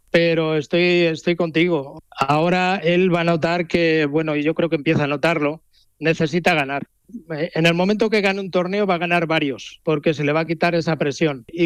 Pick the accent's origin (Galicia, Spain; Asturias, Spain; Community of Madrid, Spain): Community of Madrid, Spain; Madrid; moved away as an adult; also born or lived in Badajoz, Extremadura; now in Andalusia, Spain; aunque me he criado en Madrid, no puedo olvidarme de Madrid. Madrid ha sido donde conocí a mi mujer, donde hice toda mi carrera deportiva residiendo en Madrid